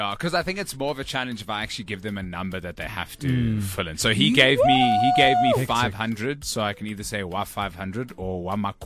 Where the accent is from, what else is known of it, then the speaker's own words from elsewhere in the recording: South Africa; I really want to learn how to speak, you know, one of our South African languages that's not Afrikaans or English, because those two I have some sort of grasp over.